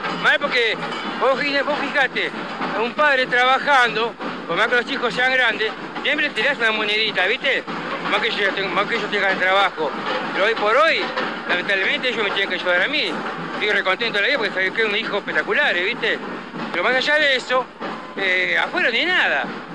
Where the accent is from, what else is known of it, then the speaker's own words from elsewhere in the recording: Monte Grande, Buenos Aires Province, Argentina; Monte Grande, sí.